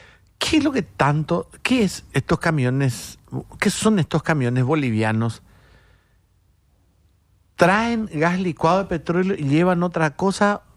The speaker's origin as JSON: {"language": "Spanish", "region": "Asunción", "country": "Paraguay", "said": "aquí somos todos, digamos, de Asunción."}